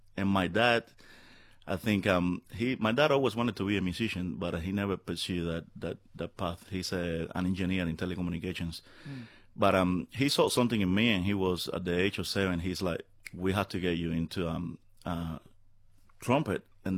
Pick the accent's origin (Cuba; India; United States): Cuba; Well, Cuba is a place that... It's a very small island, but it's really rich in culture and music.